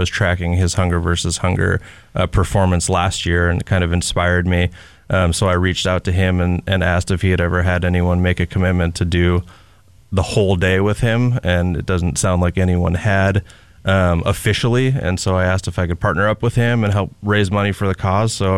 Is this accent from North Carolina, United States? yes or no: no; Bellingham, Washington, United States; We're both from Bellingham.